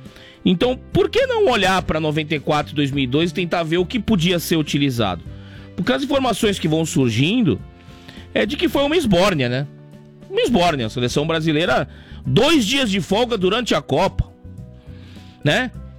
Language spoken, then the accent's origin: Portuguese; Brazil